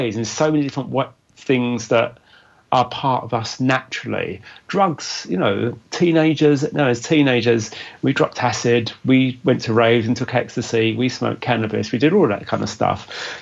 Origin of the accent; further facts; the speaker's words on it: London, United Kingdom; I grew up in London, and that's what I know. I know East London, yeah. West London, Central London, South London.